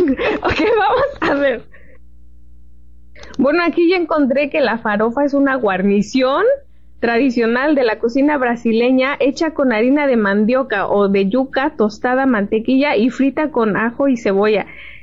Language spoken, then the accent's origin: Spanish; Mexico; yo que soy mexicana